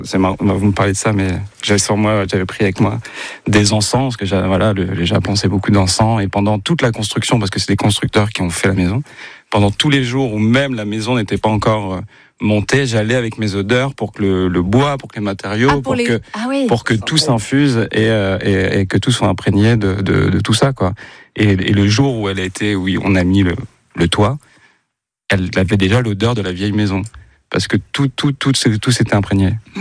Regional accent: Boulogne-sur-Mer, Hauts-de-France, France; il y a eu un tournage qui s'est fait là d'où je viens, de Boulogne-sur-Mer.

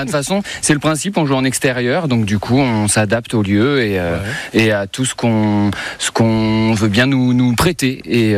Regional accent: Lyon, Auvergne-Rhône-Alpes, France; je viens de Lyon.

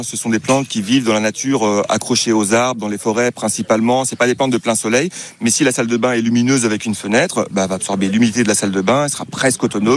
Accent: Pays de la Loire, France; Moi je suis originaire de Vendée

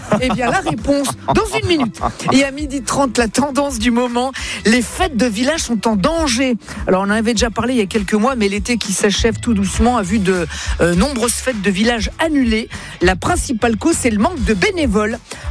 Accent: Italy; Je suis italien, moi. Je parle avec les mains, moi, tu le sais bien.

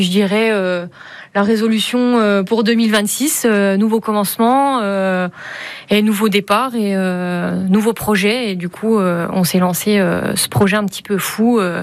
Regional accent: Colombier-Fontaine, Bourgogne-Franche-Comté, France; moved away as an adult; on se connaît depuis la maternelle, depuis qu'on a l'âge de 2 ans. On est originaire du village de Colombier-Fontaine.

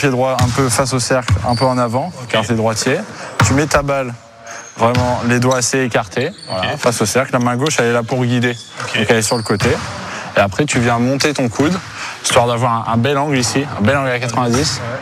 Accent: Poitiers, Nouvelle-Aquitaine, France; Et en plus, je suis de Poitiers, donc moi j'adore.

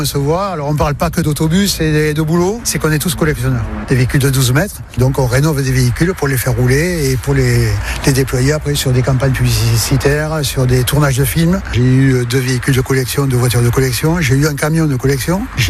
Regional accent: Bordeaux, Nouvelle-Aquitaine, France; born there

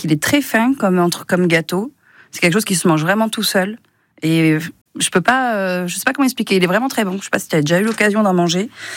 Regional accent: Poitiers, Nouvelle-Aquitaine, France; moved away as an adult; now in Basque Country, France; Moi, je suis née à Poitiers, je suis une Poitevine.

